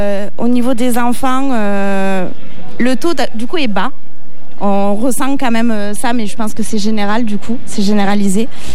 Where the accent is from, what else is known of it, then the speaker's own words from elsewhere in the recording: Mende, Occitanie, France; Alors, moi, je suis plus de Mende.